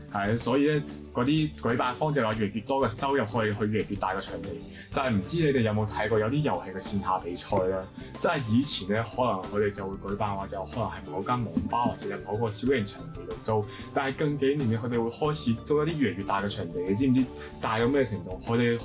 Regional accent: Macau; 因為我是澳門人啦，澳門有個碼頭是外國碼頭嘅

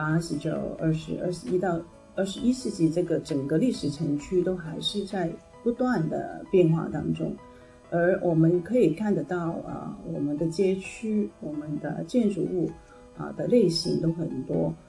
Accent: Macau

